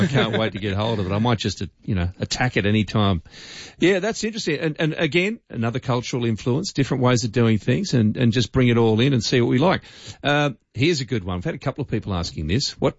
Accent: Moruya, New South Wales, Australia; my hometown of Maruya on the South Coast

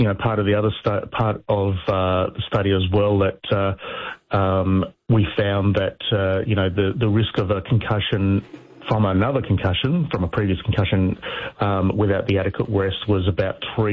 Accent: Perth, Western Australia, Australia; Well, I'm from Perth, so I have a soft spot for the West Coast Eagles.

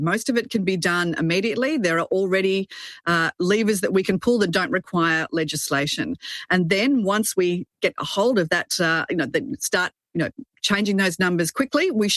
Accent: Melbourne, Victoria, Australia; There's one of the universities in my hometown of Melbourne, Monash University.

